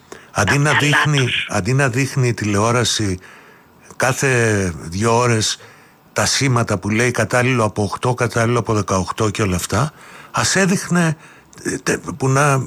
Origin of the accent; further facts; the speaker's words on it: Greece; Εμείς ως Έλληνες